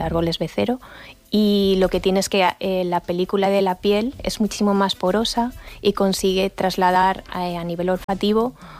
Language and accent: Spanish; Alcañiz, Aragon, Spain; yo soy de Alcañiz, muy cerquita de Oliete.